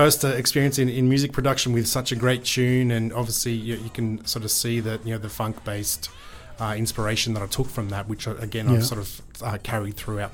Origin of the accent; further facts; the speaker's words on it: Woodford, New South Wales, Australia; As a small 6-7 year old child growing up in Woodford in the Blue Mountains